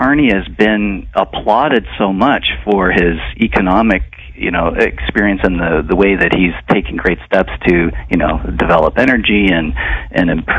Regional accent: Saskatoon, Saskatchewan, Canada; born there; I was born in Saskatoon, and my parents, you know, grew up in Melfort, and I've been back there many times in my childhood, and I've got relatives in Rosetown

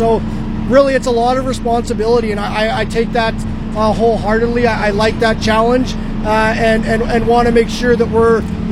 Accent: Saskatoon, Saskatchewan, Canada; because we're from Saskatchewan and Saskatoon and we're from the area

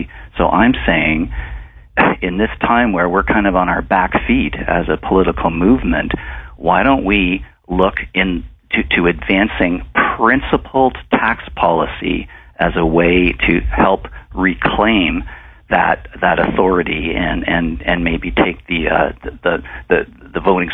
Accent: Saskatoon, Saskatchewan, Canada; I was born in Saskatoon, and my parents, you know, grew up in Melfort

